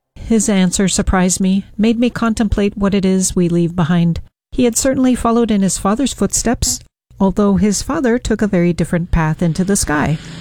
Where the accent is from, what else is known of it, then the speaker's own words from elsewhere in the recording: Pacific Northwest, United States; I grew up in the Pacific Northwest.